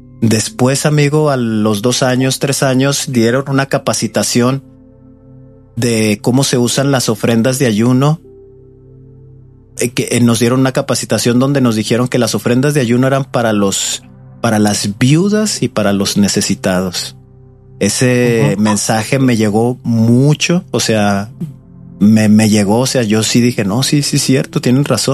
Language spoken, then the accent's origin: Spanish; Torreón, Coahuila, Mexico; now in Morelia, Mexico